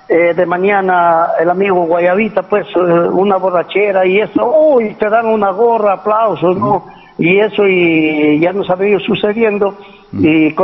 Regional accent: Sócota, Cajamarca, Peru; now in Apona, Peru; me acuerdo cuando nosotros emigramos de la provincia de Cutervo, del distrito de Sócota, y un día como hoy, en la fecha 22 de junio, llegamos a este centro poblado de Apona, en el año 1972

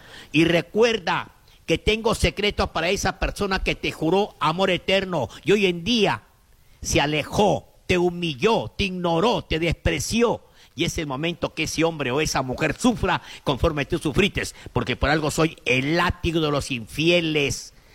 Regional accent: Huancabamba, Piura, Peru; Porque yo tengo que mostrarle como buen serrano huancabambino, como buen peruano, mostrarle mis documentos.

